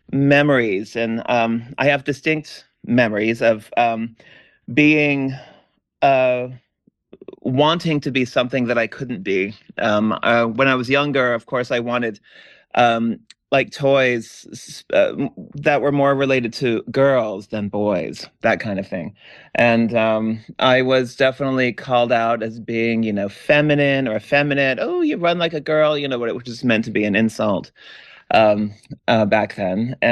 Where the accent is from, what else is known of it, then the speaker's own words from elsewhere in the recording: Texas, United States; also born or lived in Idaho / Colorado; I went to public school, the American public school system, growing up in Texas and Idaho and Colorado.